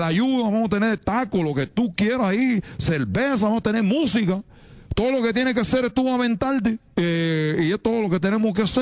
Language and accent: Spanish; Cuba; Y, oye, chico, ¿qué te pasa? Yo soy de Cuba.